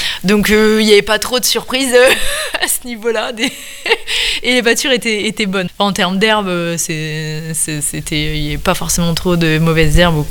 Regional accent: Normandy, France; moved away as an adult; now in Centre-Bretagne, France; en tant que bonne Normande, très attachée à ma terre

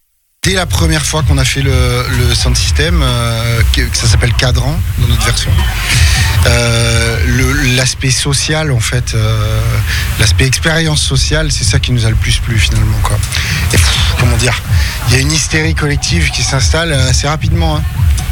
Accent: Marseille, Provence-Alpes-Côte d'Azur, France; il y a plusieurs années à Mars Attack, à Marseille, puisqu'on est de Marseille.

